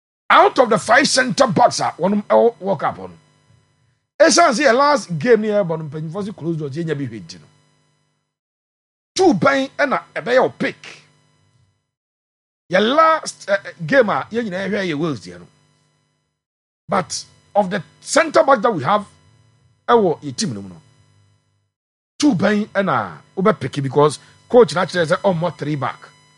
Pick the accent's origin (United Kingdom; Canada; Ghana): Ghana; Not because I'm a Ghanaian.